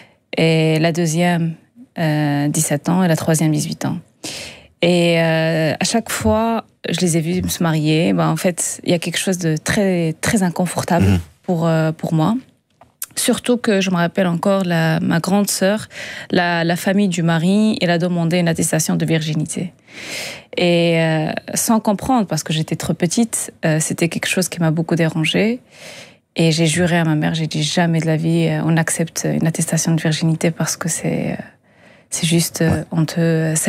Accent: Agadir, Souss-Massa, Morocco; now in France; Moi, je suis née au Maroc, au Sud du Maroc, à Agadir. Je ne sais pas si vous connaissez. Je viens d'une grande, grande famille à la marocaine.

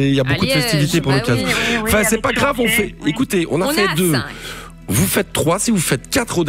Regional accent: Herve, Wallonia, Belgium; Et je viens de Hervé, moi.

